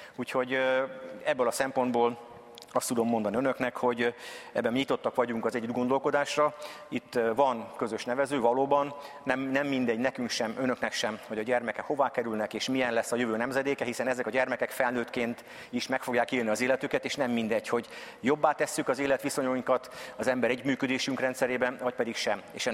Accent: Budapest, Hungary; én Csepelen nőttem föl, tehát ott jártam általános iskolában, akkor a gyerekkoromban fölkerültek a szüleim Budapestre, Csepelre

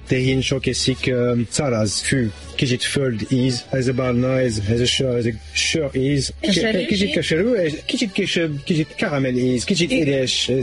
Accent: Nîmes, Occitania, France; Hungarian is a second language; moved away as an adult; also born or lived in Nice; now in Hungary; Déli Franciaország, Nîmes éltem, és Nizza.

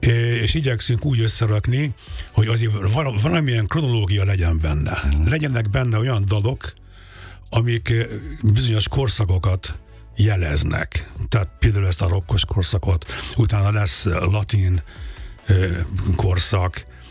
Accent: Budapest, Hungary; Hogyha megengeded, mondok egy sztorit erről, hogy én a Népstadion mellett nőttem fel a Stefánián.

